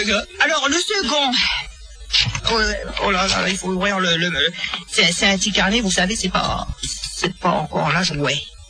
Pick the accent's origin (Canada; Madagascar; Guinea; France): France; Paris, Île-de-France; born there; Eh ben, je suis né à Paris, dans le 13e arrondissement. Je suis un Parisien.